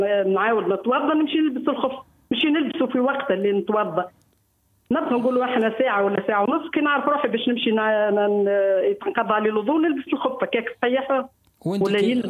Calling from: Ben Arous, Tunisia

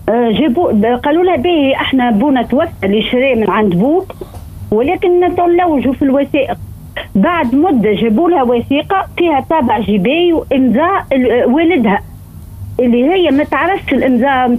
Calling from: Tunisia

